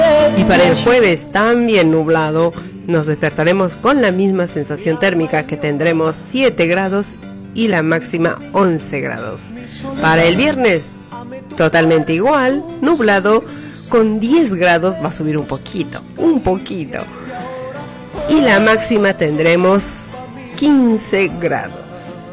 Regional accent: Bolivia; nosotros como bolivianos

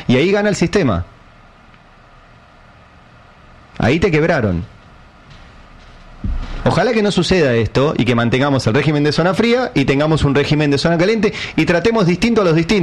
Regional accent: Buenos Aires, Argentina; Los únicos privilegiados en Argentina somos los porteños

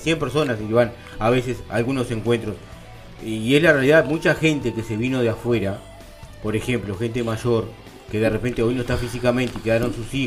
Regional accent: Uruguay; born there; me crié cercano al Grossi Dutra

